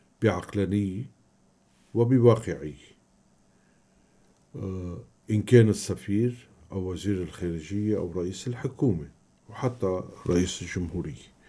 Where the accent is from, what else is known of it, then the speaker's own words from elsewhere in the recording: Lebanon; نحن كلبنانيين